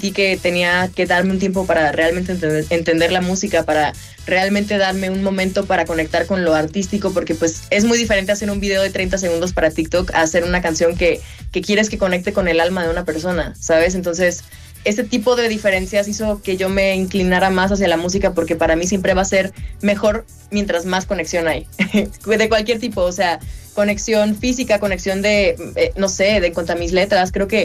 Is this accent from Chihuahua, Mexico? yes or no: yes; Ciudad Juárez, Chihuahua, Mexico; Yo soy de Ciudad Juárez, entonces yo estoy acostumbrada al calor